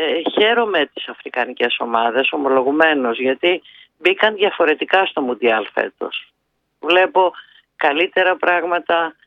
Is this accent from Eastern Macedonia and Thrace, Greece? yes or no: no; Piraeus, Attica, Greece; Και εγώ είμαι Πειραιώτισσα, γέννημα Θρέμα. Εκεί γεννήθηκα, εκεί μεγάλωσα.